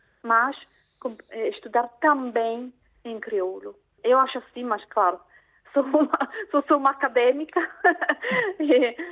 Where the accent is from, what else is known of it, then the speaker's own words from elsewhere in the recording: Italy; Portuguese is a second language; E eu, sobretudo, claro, do meu ponto de vista, como italiana, as coisas que eu faço são sobretudo em relação à tradução.